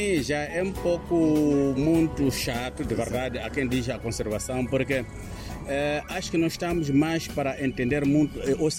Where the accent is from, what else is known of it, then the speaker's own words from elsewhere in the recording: Germany; porque também eu cresci na Alemanha, okay. Fui formado na Alemanha